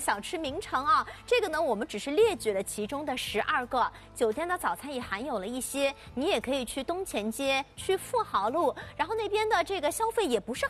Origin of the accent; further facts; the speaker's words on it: Shanghai, China; 我们上海人